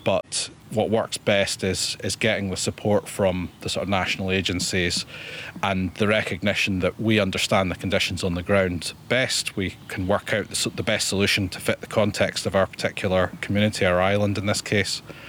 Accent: Tiree, Scotland, United Kingdom; I'm from Tyree.

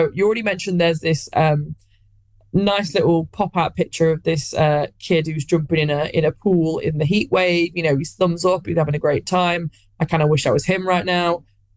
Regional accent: United Kingdom; we can all kind of know as the British people that summers have been getting hotter and hotter

